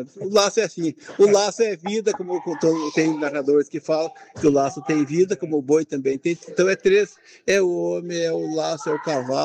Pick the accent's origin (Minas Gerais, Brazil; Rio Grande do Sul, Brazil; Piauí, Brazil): Rio Grande do Sul, Brazil; moved away; Eu que sou nascido aqui no Pinheirinho e hoje, 50 e poucos anos